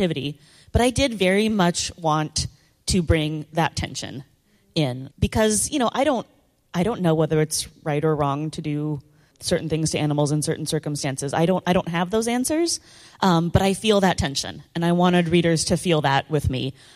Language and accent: English; Tacoma, Washington, United States; I grew up in Tacoma, Washington, and we have the Point Defiance Aquarium and Zoo in Tacoma.